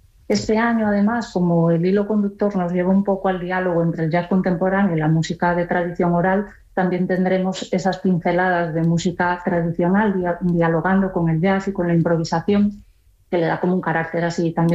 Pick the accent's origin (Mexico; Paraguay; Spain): Spain; Ferrol, Galicia; yo soy de Ferrol y es verdad que en esa comarca siempre se tocó muy bien y se cantó muy bien, es una comarca especialmente musical